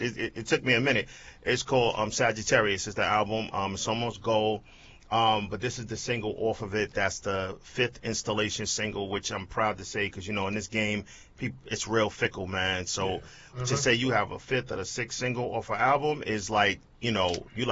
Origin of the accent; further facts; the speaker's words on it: New York City, New York, United States; I'm from Brooklyn, which is the city of churches. They have nothing but churches in Brooklyn.